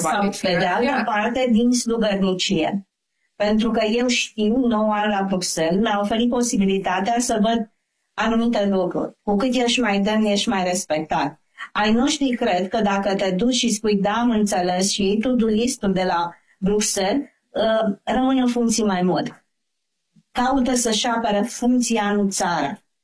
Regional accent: Romania; Eu sunt un român care își iubește țara

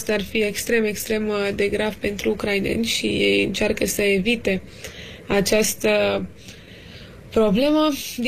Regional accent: Romania; noi, ca și români

